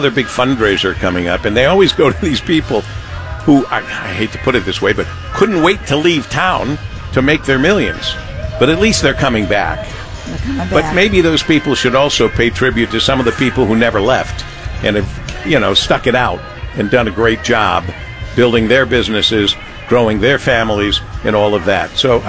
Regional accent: Monroe, Michigan, United States; moved away as an adult; I was born and raised in Monroe, Michigan.

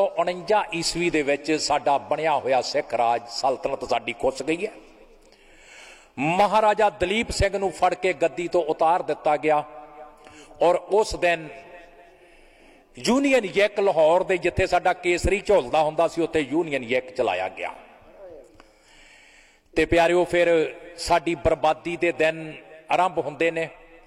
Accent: Punjab, India; ਇਹ 200 ਸਾਲ ਗੋਰਿਆਂ ਦੇ ਗੁਲਾਮ ਰਿਹਾ, ਅਤੇ ਅਸੀਂ ਪੰਜਾਬੀ ਜਿਹੜੇ 98 ਸਾਲ ਗੁਲਾਮ ਰਹੇ ਹਾਂ।

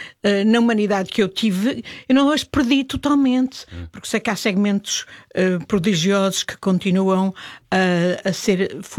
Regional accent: Portugal; nós temos qualidades como portugueses e temos um país lindíssimo

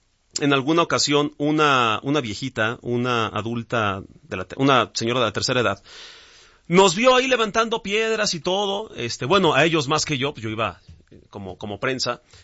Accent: Mexico

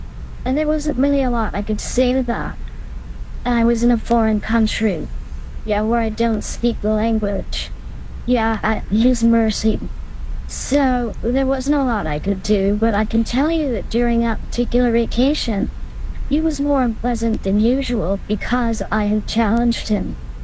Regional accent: New England, United States; I'm from New England. But we moved all around the world.

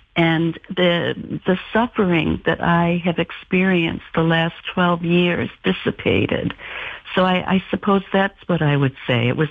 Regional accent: Jamestown, New York, United States; moved away; I was in my hometown of Jamestown, New York, to look after my mother for a while.

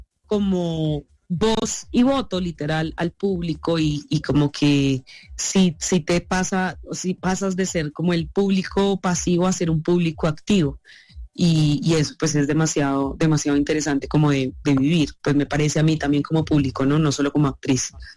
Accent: Barranquilla, Atlántico, Colombia; yo soy barranquillera, pero no me identifico como, o sea, no soy de clase alta, no vengo de ahí, de esos orígenes.

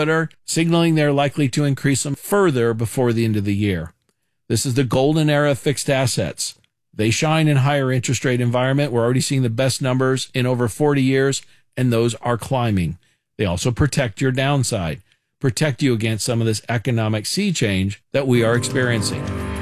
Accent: Kansas City, Missouri, United States; I'm born and raised in Kansas City. But I'd never gone to a Monday night football game.

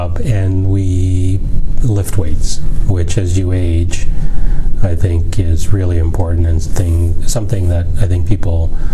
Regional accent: Toronto, Ontario, Canada; I grew up in Scarborough

